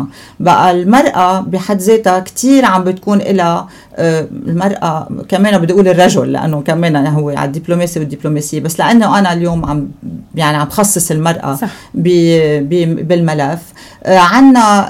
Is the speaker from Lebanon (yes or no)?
yes; Lebanon; نحن بلدنا كلبنان